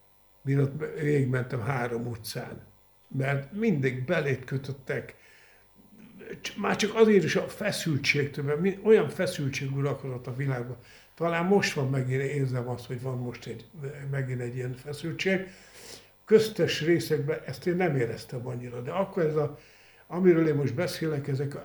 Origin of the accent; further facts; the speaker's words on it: Budapest, Hungary; Az édesapám, édesanyám, meg a 6 kerületben a Liget mellett töltöttem az időmet.